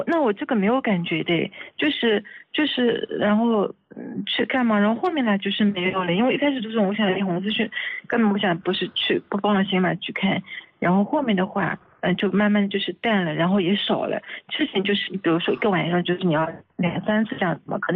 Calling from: Yuyao, Zhejiang, China; 浙江宁波余姚的。

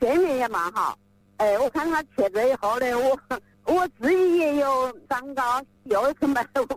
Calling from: Wuhan, Hubei, China; 我是武汉市武昌区的

